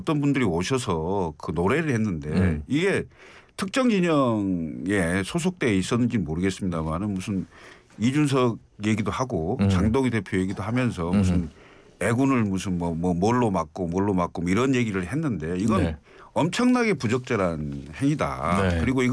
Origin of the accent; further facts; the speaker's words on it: Honam, South Korea; 제가 호남 출신으로서